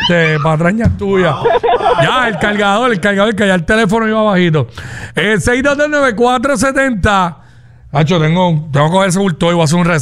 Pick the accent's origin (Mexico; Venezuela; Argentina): Venezuela; now in Puerto Rico; Ay, yo soy venezolano.